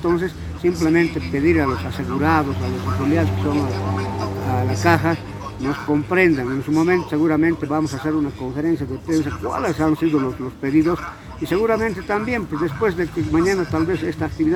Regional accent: Uncía, Potosí, Bolivia; como uceños que somos de acá, de Uceño.

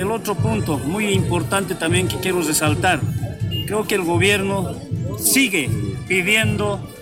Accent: Bolivia; Consideramos que como bolivianos no podemos seguir permitiendo que el gobierno siga haciendo préstamos del Fondo Monetario Internacional

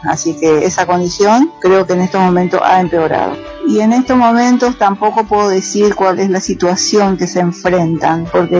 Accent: Concepción, Paraguay; now in Buenos Aires, Argentina; Yo soy oriunda de Concepción, Paraguay. Me están escuchando desde el barrio de Pompeya, de Buenos Aires. Tuve la posibilidad de nacionalizarme, pero yo siempre dije soy paraguaya y no tengo por qué nacionalizarme para obtener beneficios en otro país

